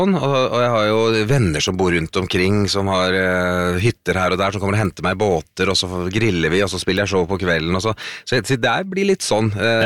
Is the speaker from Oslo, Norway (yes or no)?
yes; Oslo, Norway; jeg jo født og oppvokst I Oslo. Jeg en Ekeberg gutt.